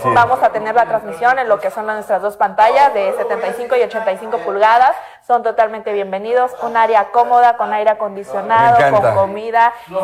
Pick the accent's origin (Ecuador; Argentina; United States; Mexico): Mexico; el espíritu como mexicanos lo tenemos muy presente en este mundial, estamos más unidos como mexicanos